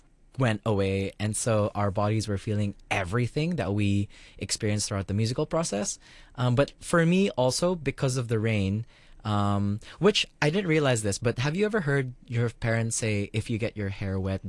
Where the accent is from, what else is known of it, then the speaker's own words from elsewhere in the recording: Philippines; now in Hong Kong; And some episodes, we also just share our experiences as Filipino Hong Kongers as well.